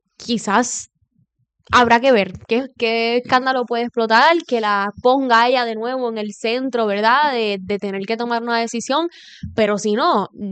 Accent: Puerto Rico; ya hay que parar como país, como puertorriqueña, como constituyente, como sociedad, de esperar algo distinto de este gobierno.

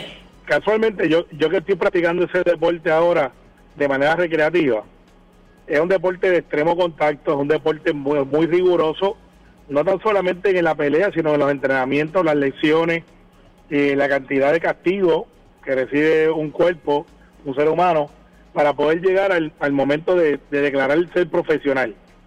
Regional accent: Guaynabo, Puerto Rico; Yo soy de Guaynabo

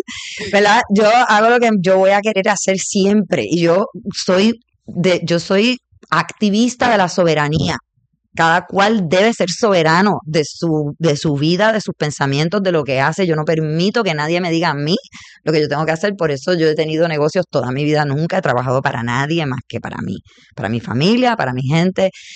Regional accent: Puerto Rico; Yo soy boricua y me gusta la vida y los sentidos, por eso soy tántrica.

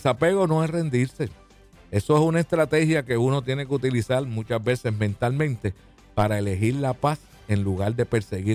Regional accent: Puerto Rico; yo soy de Mameye en 1960.

